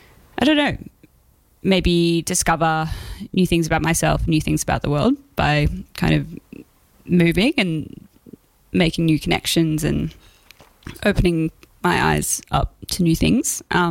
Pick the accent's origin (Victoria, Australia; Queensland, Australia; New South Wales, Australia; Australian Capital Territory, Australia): Victoria, Australia; Melbourne; moved away as an adult; also born or lived in Mornington Peninsula; now in Darwin, Australia; I am from Melbourne, Nam, Wurundjeri country. And I grew up there and just outside of Melbourne, actually in the Mornington Peninsula. And then I moved to the Big Smoke and I've been there for kind of maybe a decade.